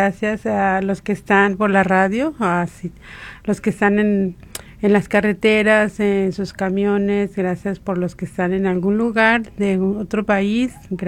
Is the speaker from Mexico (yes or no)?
yes; Mexico; Es septiembre, el mes patrio para nosotros los que somos mexicanos